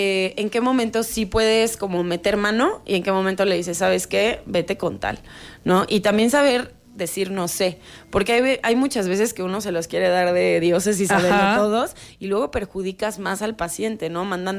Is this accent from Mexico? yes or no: yes; Mexico